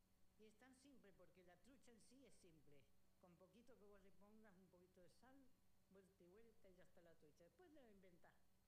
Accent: Junín, Argentina; born there; Yo nací en Junín, tengo mis raíces acá, amo Junín, por eso estoy.

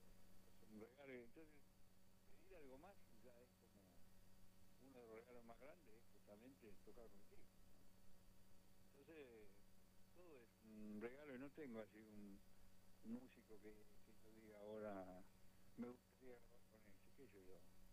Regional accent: Villa Diamante, Buenos Aires Province, Argentina; also born or lived in Monte Grande; yo nací en Montegrande, me crié en Villa Diamante

